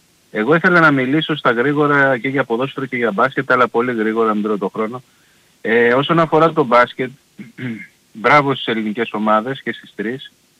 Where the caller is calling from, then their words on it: Nea Filadelfeia, Attica, Greece; από την Νέα Φιλαδέλφεια, Αγγλής και εγώ.